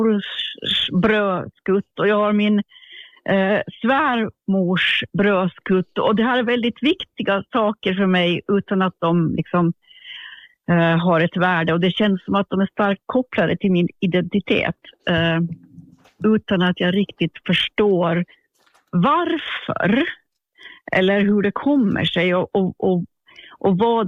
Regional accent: Sund, Åland, Finland; Jag kommer från Sund och jag bor i en by som heter Tranvik. Och den här Tranvikbyn går som en udde ner i Lumpan, som är det här innanhavet just i Åland. Så jag brukar säga att jag bor i Lumpan

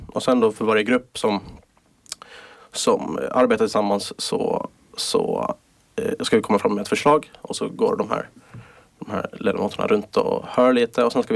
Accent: Åland, Finland; Så liksom, det är min hemort, det är Åland.

